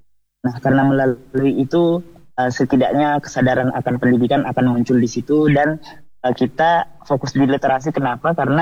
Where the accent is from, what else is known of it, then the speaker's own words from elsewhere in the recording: Majene, West Sulawesi, Indonesia; also born or lived in Mamuju; Saya sendiri alumni di besar, lahirnya di Mamuju, besarnya di Majene, Papua, dan teman-teman yang lainnya semua asli Sulbar.